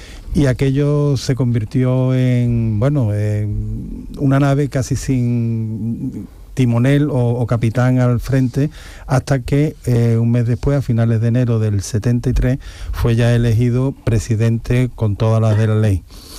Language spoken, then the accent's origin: Spanish; Osuna, Andalusia, Spain; born there; lo seguí desde mi pueblo, desde Osuna